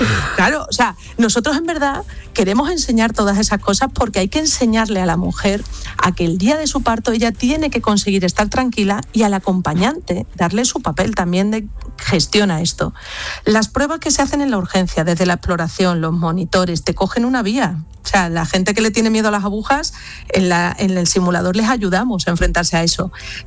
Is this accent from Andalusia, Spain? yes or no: yes; Andalusia, Spain; Es un orgullo para mí decir que soy andaluza